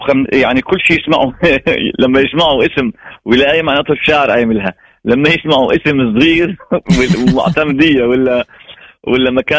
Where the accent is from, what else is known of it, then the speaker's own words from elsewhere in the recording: Deir ez-Zor, Deir ez-Zor Governorate, Syria; now in Sfax, Tunisia; لانه انا من سوريا انا سوري الاصل طبعا وافتخر بذلك لكن انا نغني عراقي مليح انا اصلي من دير الزور